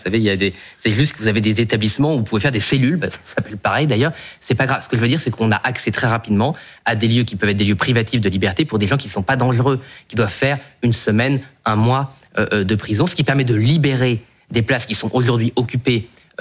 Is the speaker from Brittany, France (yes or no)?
no; Boulogne-sur-Mer, Hauts-de-France, France; born there; Moi, je suis né à Boulogne-sur-Mer. Bon, c'est les voisins, les Pays-Bas. On a nos amis belges entre les deux.